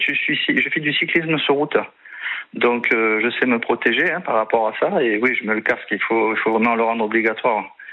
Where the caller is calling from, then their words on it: Nîmes, Occitanie, France; J'habite à Nîmes.